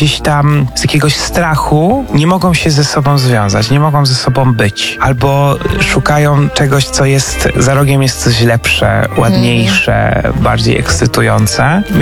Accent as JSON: {"language": "Polish", "town": "Jasło", "region": "Subcarpathian Voivodeship", "country": "Poland", "moved": "yes", "said": "ja na przykład pochodzę z bardzo małego miasta"}